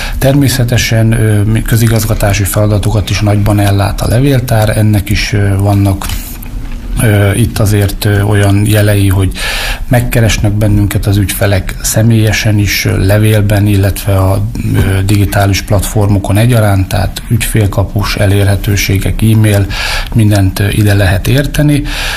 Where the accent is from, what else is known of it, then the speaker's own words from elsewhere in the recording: Borsod-Abaúj-Zemplén, Hungary; Én közi-bodrog-zugi származású vagyok, és ugye itt a vízügy, illetve a folyóknak a közelsége